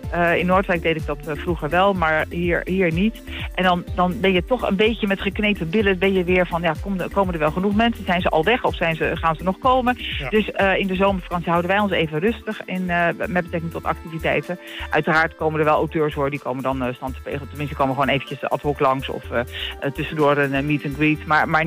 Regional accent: Apulia, Italy; moved away; wij komen natuurlijk zelf uit Puglia

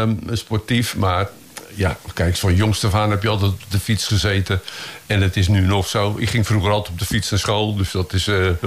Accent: Amsterdam, North Holland, Netherlands; born there; now in Bollenstreek, Netherlands; Ik ben geboren Amsterdammer eigenlijk.

